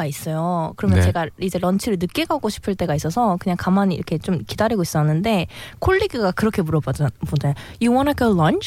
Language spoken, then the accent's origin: Korean; South Korea; 문화 차이잖아요. 저희는 다 한국인이니까.